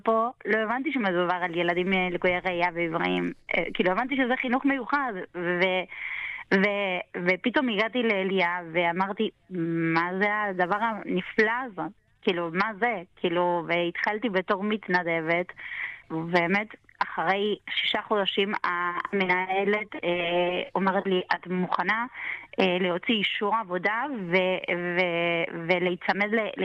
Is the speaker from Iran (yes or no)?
no; Argentina; Hebrew is a second language; moved away as an adult; now in Israel; אני גדלתי לפני 43 שנה בארגנטינה, להורים במעמד כלכלי מאוד נמוך